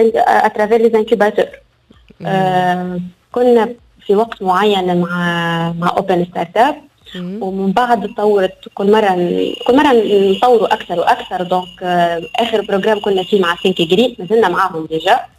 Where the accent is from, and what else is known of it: Tunisia